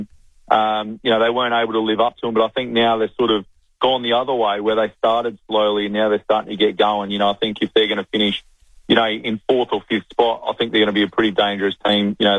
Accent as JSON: {"language": "English", "region": "South Australia", "country": "Australia", "tie": "born or raised there", "said": "I was absolutely a footy nuffy growing up in Drossen, and not only just the showdowns, I used to love, what a big memory of mine is in the SANFL"}